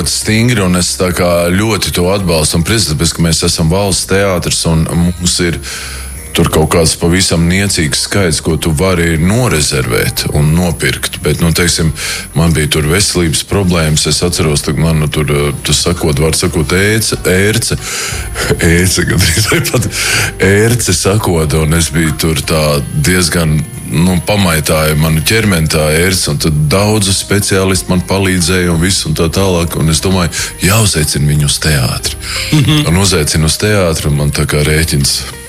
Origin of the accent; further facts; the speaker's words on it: Latgale, Latvia; Jā, nu, es jau tā esmu pa pusē latgalietis, no tā pusē esmu latgalietis, un tāpēc man ļoti patīk dzidra, skaidra un tiešām tāda latgaliešu valoda, kādu es esmu dzirdējis bērnībā un kādu es pats runāju.